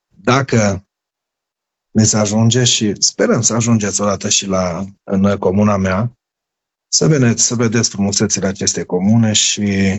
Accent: Sălaj County, Romania; ceea ce ne caracterizează zona noastră, zona ardelenească, zona transilvaneană.

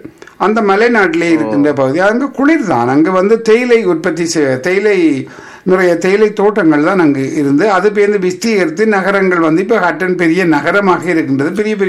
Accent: Northern Province, Sri Lanka; now in Canada; நான் வடபகுதியைச் சேர்ந்த தமிழன்

